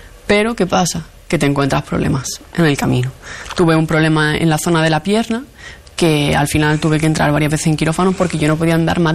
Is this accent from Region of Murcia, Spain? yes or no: no; Andalusia, Spain; nosotros somos de Andalucía